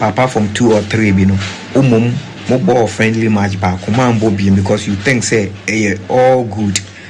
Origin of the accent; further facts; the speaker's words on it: Ghana; I'm from Ghana